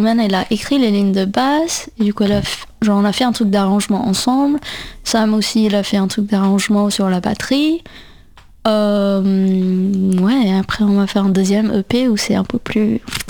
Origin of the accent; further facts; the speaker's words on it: India; moved away; j'ai grandi en Inde et la première fois que je suis venue en France, c'était en 2012